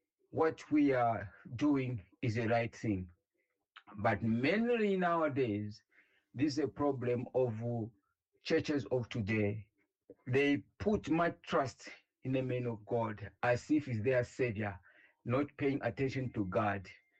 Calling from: Ndola, Copperbelt, Zambia; I'm calling from Ndola, specifically Mushiri.

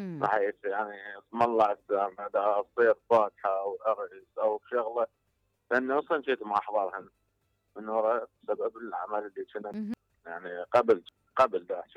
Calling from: Baghdad, Baghdad Governorate, Iraq; من بغداد.

